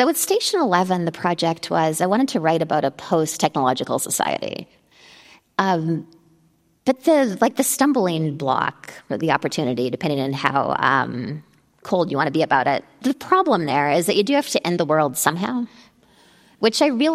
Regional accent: Canada; I feel I'm Canadian.

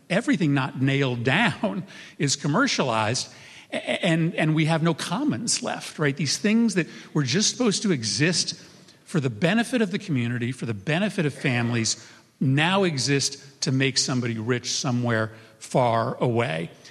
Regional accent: United States; as an American

